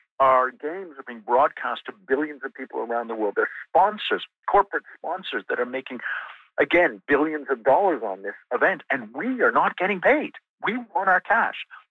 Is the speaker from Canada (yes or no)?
yes; Canada; And it boggles my mind as a Canadian